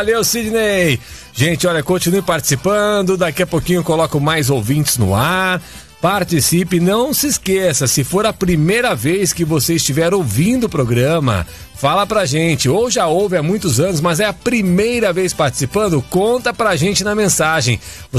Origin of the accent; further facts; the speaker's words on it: Bariri, São Paulo, Brazil; Bom dia, sou de Bariri